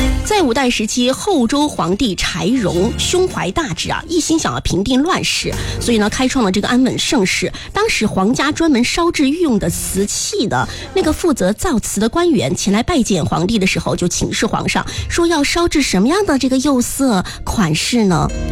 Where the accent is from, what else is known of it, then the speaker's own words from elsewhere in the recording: China; 我们中国人